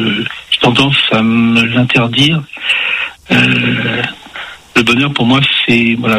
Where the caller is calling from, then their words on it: Évreux, Normandy, France; j'habite à Évreux